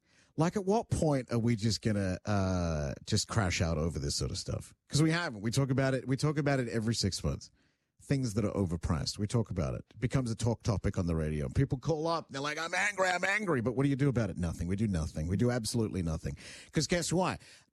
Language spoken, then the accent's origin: English; Canada; we care about the game because we're Canadian